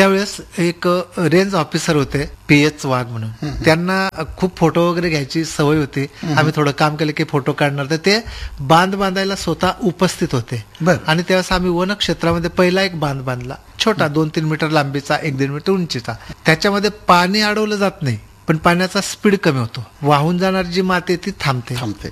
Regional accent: village in Nandurbar district, Maharashtra, India

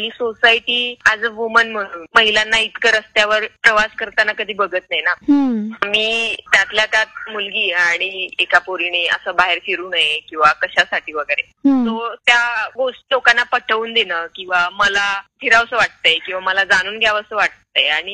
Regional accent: Yavatmal, Maharashtra, India; माझा जिल्हा यवतमाळ येतो, पण मी चंद्रपूरला तिकडे शिकायला गेले

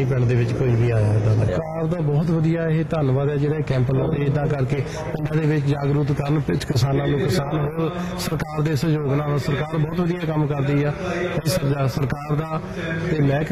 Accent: Mehmadpur, Punjab, India; ਮੇਰਾ ਪਿੰਡ ਮਹਿਮਦਪੁਰ ਮੈਂ ਸਰਪੰਚ ਮਹਿਮਦਪੁਰ ਤੋਂ

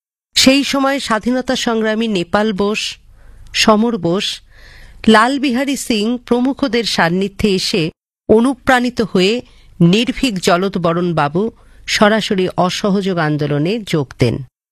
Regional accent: West Bengal, India; বীরভূম থেকে।

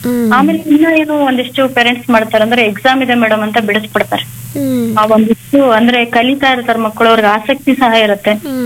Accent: Bengaluru, Karnataka, India; also born or lived in Timmapur, Hungund taluk, Bagalkot district; ನಂದು ಮೂಲತಃ ಬಂದು ನನ್ ಬಾಗಲಕೋಟೆ ಜಿಲ್ಲೆಯ ಹನುಗೊಂದ ತಾಲೂಕಿನ ತಿಮ್ಮಾಪುರ ಗ್ರಾಮ ಅಂತ. ನಾನು ಹುಟ್ಟಿದ್ದು ಅಲ್ಲೇ, ನಂತರ ನಾನು ಬೆಳೆದಿದ್ದು, ನನ್ನ ಶಿಕ್ಷಣ ಎಲ್ಲ ಬೆಂಗಳೂರಿನಲ್ಲೇ ಆಗಿತ್ತು.

